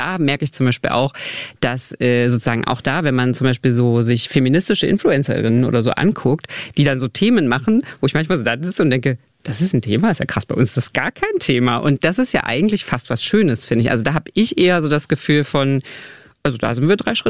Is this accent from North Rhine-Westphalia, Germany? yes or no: no; Magdeburg, Saxony-Anhalt, Germany; Ich bin ja auch in Magdeburg groß geworden.